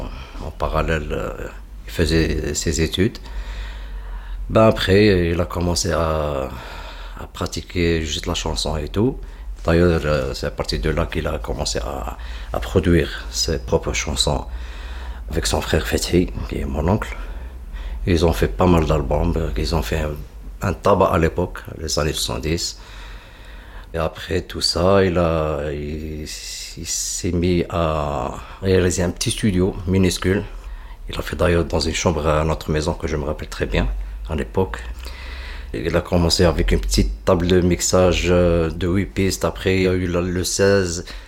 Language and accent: French; Tlemcen, Tlemcen Province, Algeria; Là, actuellement, on est à Tlemcen, ma ville natale. Celle de mon père et des grands-pères. Tlemcen, voilà, c'est en fait la frontière du Maroc.